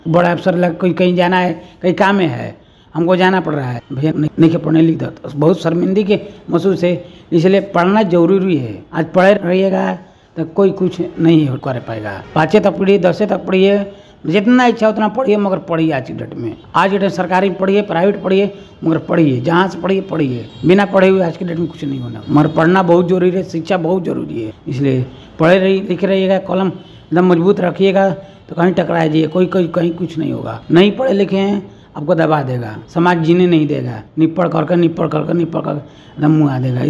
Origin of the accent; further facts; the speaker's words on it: Dhauda Dhankada, Bihar, India; नहीं, मेरा गांव ढौड़ा धंकाड़ा है तो जैसे अब मतलब नहीं रहता, मेरे पापा 6 भाई थे तो सब बेच बाच दिए